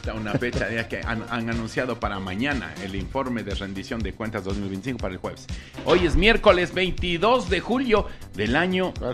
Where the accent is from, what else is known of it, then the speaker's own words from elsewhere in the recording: Ecuador; Ese es el sentimiento de los ecuatorianos